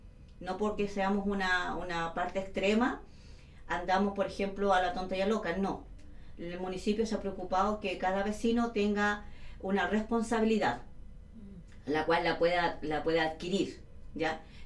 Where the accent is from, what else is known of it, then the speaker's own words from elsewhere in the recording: Valdivia, Los Ríos, Chile; moved away; yo soy de Valdivia, allá en Valdivia